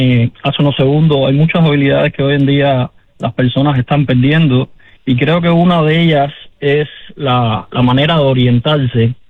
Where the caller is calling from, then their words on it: Los Angeles, California, United States; lo escucho acá de Los Ángeles, del centro de Los Ángeles.